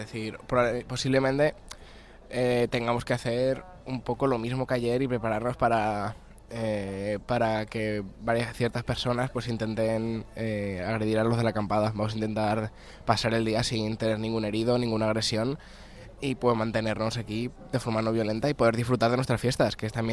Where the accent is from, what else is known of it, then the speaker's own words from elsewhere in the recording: Valencian Community, Spain; aquí la inmensa mayoría somos valencianos